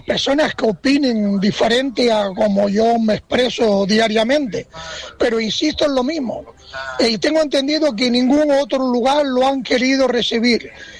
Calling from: Canary Islands, Spain; Ahí sí somos canarios de verdad.

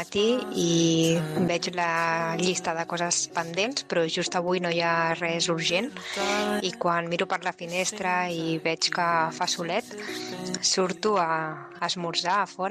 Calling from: Molins de Rei, Catalonia, Spain; de Molins de Rei

